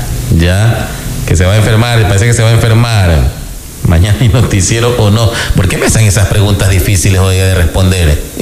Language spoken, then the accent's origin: Spanish; Ecuador; así somos buenos ecuatorianos.